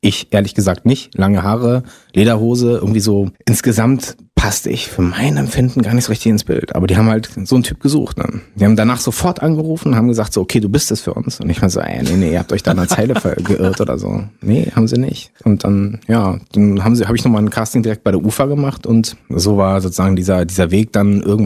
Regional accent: France; Ja, ich bin auch Franzose.

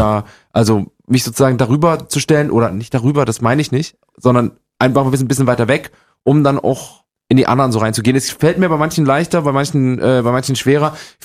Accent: Gera, Thuringia, Germany

